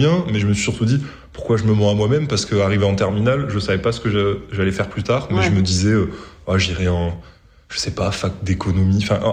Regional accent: Montpellier, Occitanie, France; mm-hmm. je viens de Montpellier, je suis un pur produit montpellierain.

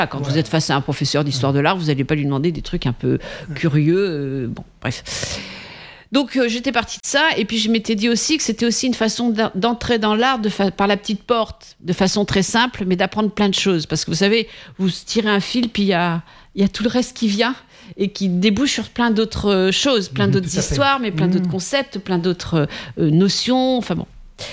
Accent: Nouvelle-Aquitaine, France; moi, je suis originaire du Périgord

